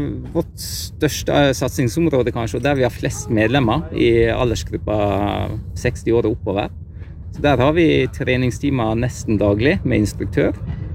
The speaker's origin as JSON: {"language": "Norwegian", "town": "Geilo", "region": "Buskerud", "country": "Norway", "tie": "born or raised there", "moved": "as an adult", "lives_now": "Ervik, Norway", "said": "Ja, jeg har vokst opp på Geilo, men kjærleiken har dratt meg hit, så nå bor jeg ja, i Ervik ved Kjølsdalen da."}